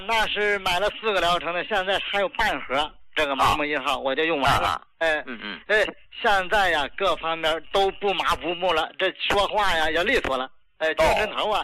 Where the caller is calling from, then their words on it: Tianjin, China; 哎，张老师你好，我是天津的。